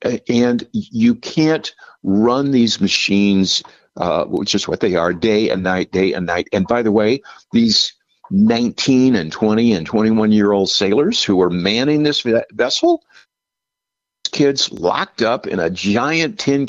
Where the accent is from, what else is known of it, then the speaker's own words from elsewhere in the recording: Sandwich, Illinois, United States; born there; I went to high school in Sandwich.